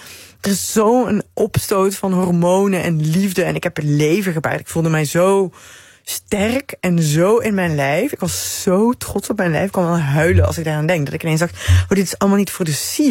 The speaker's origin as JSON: {"language": "Dutch", "region": "Limburg", "country": "Netherlands"}